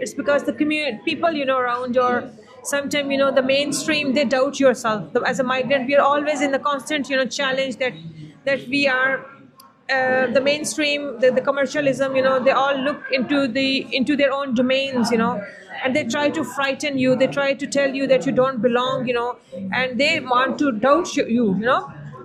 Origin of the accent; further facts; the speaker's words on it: Cork, Munster, Ireland; And it gave me a sense of pride and belonging that I am from Cork, you know, and I'm the true spirit.